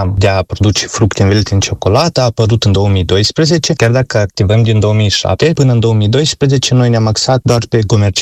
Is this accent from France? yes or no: no; Moldova